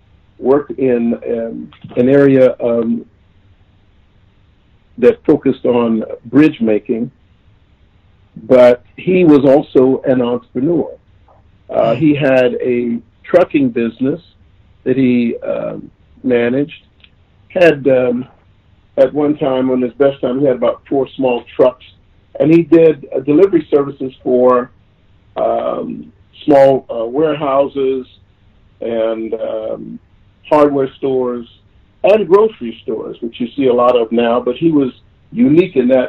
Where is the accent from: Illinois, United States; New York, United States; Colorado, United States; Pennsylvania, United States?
Pennsylvania, United States; Aliquippa; I was born and raised in a town called Aliquippa, Pennsylvania, which was about 14, 15 miles outside of Pittsburgh. And it was noted for as a steel mill town.